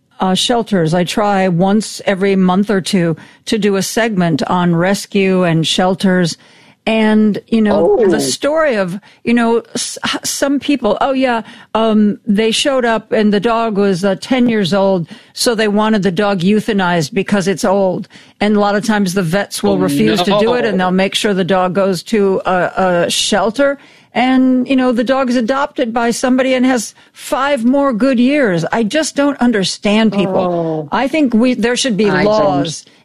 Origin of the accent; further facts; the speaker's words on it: Elyria, Ohio, United States; Yes, I grew up in Elyria, Ohio, which is about 40 minutes west of Cleveland.